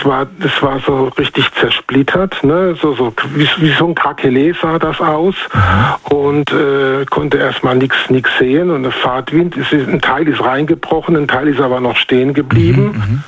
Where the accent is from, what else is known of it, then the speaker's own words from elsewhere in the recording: North Rhine-Westphalia, Germany; aus dem Rhein-Sieg-Kreis.